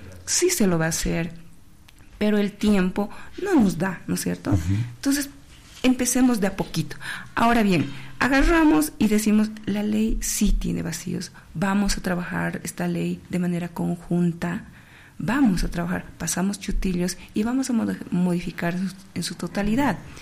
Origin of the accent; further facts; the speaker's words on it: Potosí, Bolivia; todos somos potosinos